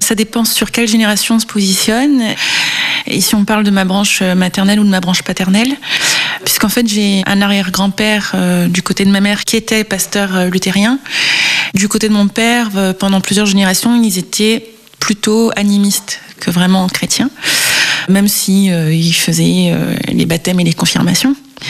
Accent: Réunion; also born or lived in Marseille / Valenciennes / French Guiana; Voilà, je suis née à Marseille. J'ai grandi un peu à Valenciennes, un peu en Guyane et essentiellement à La Réunion.

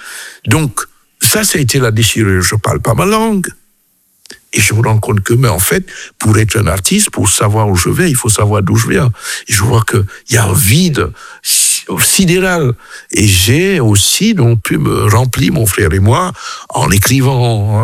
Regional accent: Cameroon; first language French; moved away as an adult; mes parents, alors qu'on a grandi au Cameroun jusqu'à nos 18-19 ans, devaient dire à nos tantes, nos oncles, non, ne leur parlez pas notre langue maternelle, parce qu'ils doivent parler le mieux le français possible.

